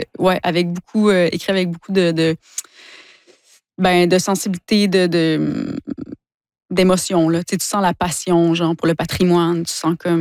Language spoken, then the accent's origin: French; Quebec, Canada; Ma famille vient du bas du fleuve aussi, mais j'ai grandi en Gaspésie.